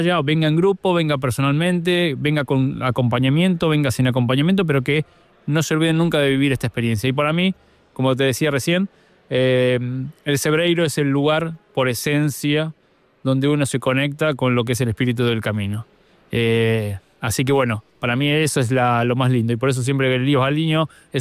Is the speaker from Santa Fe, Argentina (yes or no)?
no; Mar del Plata, Buenos Aires Province, Argentina; born there